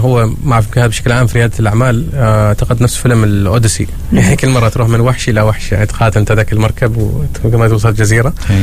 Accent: Oman; ونحن كشباب عمانيين وك فكر او تقول شباب عمانيين بس مع فكر عالمي

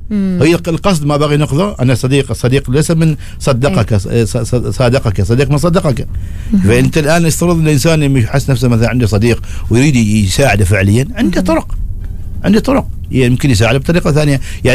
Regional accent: Oman; طبعا عندنا في سلطنة عمان عن طريق الفحص

